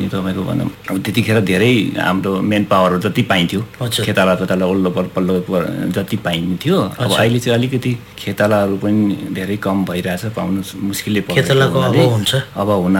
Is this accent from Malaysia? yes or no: no; Sikkim, India; म राङ्का पर्बिङबाट।